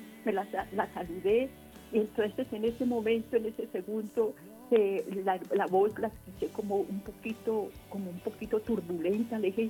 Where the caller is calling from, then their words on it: Bogotá, Colombia; ese clamor llega aquí, a la zona quinta de Usme, a mi barrio, a mi localidad.